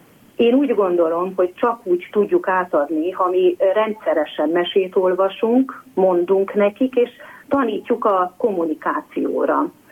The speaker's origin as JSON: {"language": "Hungarian", "town": "Kisbacon", "region": "Covasna", "country": "Romania", "tie": "born or raised there", "said": "Ahogy említettem is, ott születtem Kisbaconban. Ott nőttem fel, aztán tudatosult bennem, hogy ez egy különleges környezet és családi háttér."}